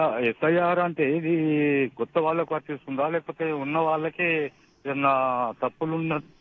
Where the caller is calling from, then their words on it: Medak, Telangana, India; నేను మెదక్ నుండి మాట్లాడుతున్నాను.